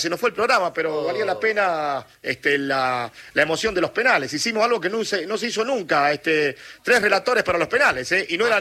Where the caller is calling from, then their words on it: San Pablo, Tucumán, Argentina; de San Pablo, Tucumán.